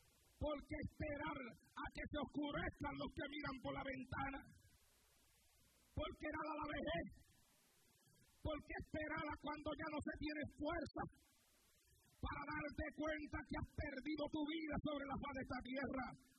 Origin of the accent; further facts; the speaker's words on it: Santa Isabel, Puerto Rico; allá en mi pueblo, en Santa Isabel, con la iglesia que yo pastoreaba allá en Puerto Rico.